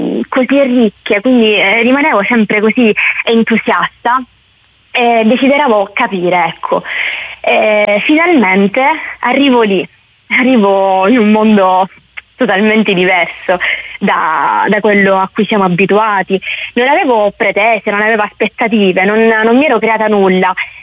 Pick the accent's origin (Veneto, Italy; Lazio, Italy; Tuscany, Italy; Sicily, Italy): Sicily, Italy; Catania; born there; ho 25 anni e sono nata a Catania.